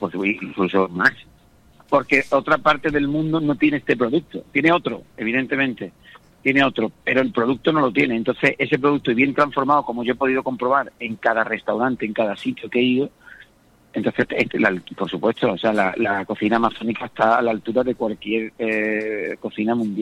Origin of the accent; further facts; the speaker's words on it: Huelva, Andalusia, Spain; yo soy de Huelva, del sur de España, de Andalucía, y ahí tenemos el culantro, porque además somos la única región de Europa a la que llamamos culantro, como se llama aquí.